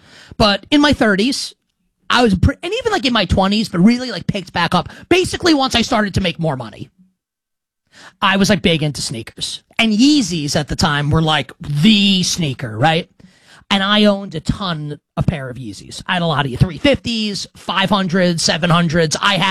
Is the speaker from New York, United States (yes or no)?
yes; Queens, New York, United States; also, and I'm from Queens